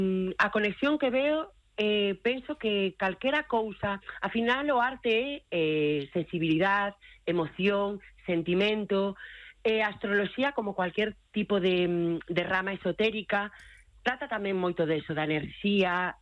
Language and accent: Galician; Galicia, Spain; eu encantaríame ter ese recoñecemento que teño fora na miña terra, pero non pasou.